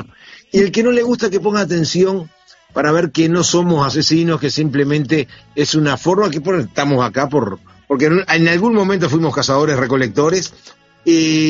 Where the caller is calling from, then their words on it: Soca, Canelones, Uruguay; me encanta ir a buscar zarzamora ahí en mi pueblo, en la zona de Soca